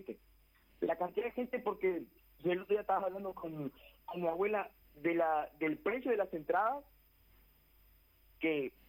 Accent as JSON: {"language": "Spanish", "country": "Uruguay"}